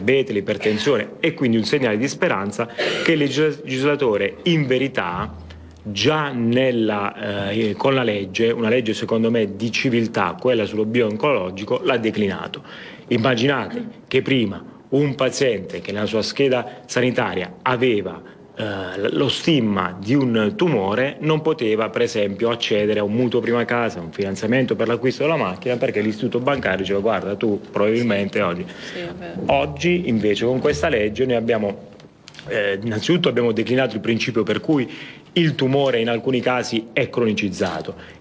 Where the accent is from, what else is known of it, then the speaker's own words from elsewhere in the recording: Bari, Apulia, Italy; accent: southern, Bari; come capirete dal mio accento di cui sono orgoglioso, sono meridionale barese